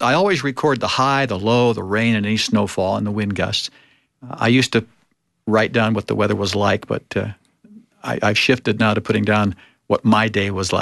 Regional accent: Torrance, California, United States; also born or lived in Lomita, California / Long Beach, California; now in Salt Lake City, United States; my family moved 2 miles north to a town called Torrance and lived there for about 11 years.

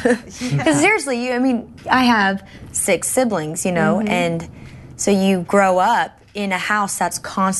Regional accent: Utah, United States; Since we were raised in Utah

